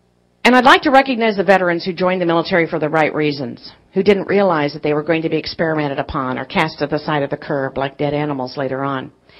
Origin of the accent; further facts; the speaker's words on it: Kansas, United States; Number one, I'm from Kansas